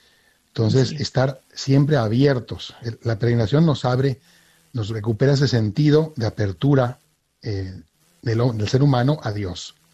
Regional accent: Spain; now in Mérida, Mexico; Yo soy español, aunque vivo aquí en México.

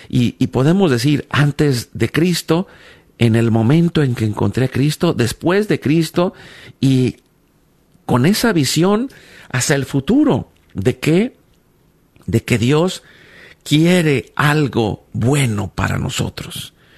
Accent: Guatemala; now in Spain; Yo vengo de Guatemala

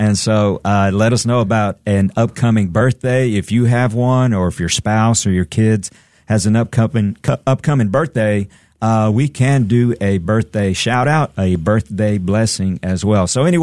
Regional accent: Odessa, Texas, United States; I am from Odessa, Texas, and man, it gets hot.

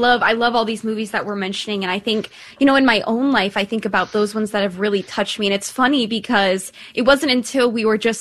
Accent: Ireland; I'm Irish. He's Irish.

